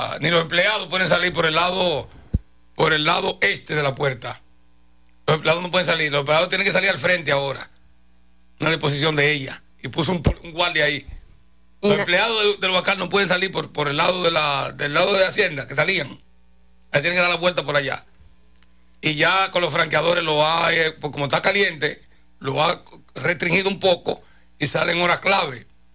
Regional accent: Germany; now in Dominican Republic; Yo como alemán

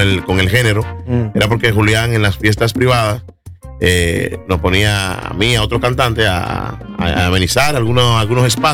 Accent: Herrera, Dominican Republic; Soy de Herrera

